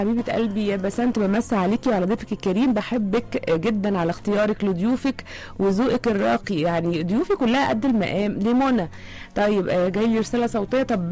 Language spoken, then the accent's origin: Arabic; Egypt; احنا كمصريين